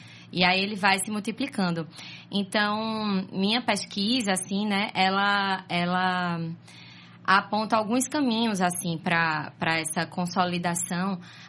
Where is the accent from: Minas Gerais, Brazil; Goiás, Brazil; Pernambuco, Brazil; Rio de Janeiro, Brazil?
Pernambuco, Brazil; Caruaru; moved away as an adult; now in Recife, Brazil; Mas eu sou cria de Caruaru. Nasci em Caruaru, morei em Caruaru, até me mudar pra cá pra vir estudar jornalismo aqui na Federal, em Recife.